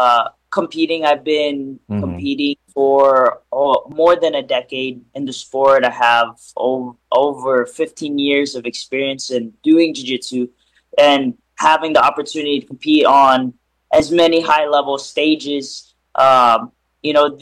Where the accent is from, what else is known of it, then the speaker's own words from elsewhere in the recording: Philippines; being able to represent my home country